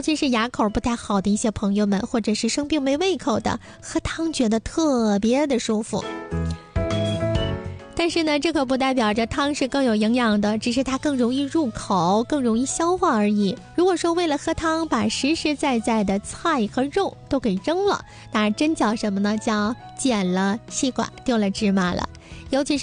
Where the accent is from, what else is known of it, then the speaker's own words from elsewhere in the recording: Dalian, Liaoning, China; 对于咱们大连人得天独厚的海鲜蔬菜，